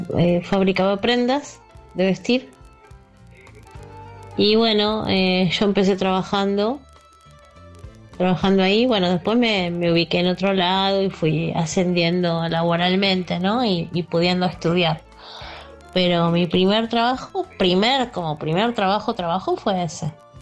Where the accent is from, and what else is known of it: Caballito, Buenos Aires, Argentina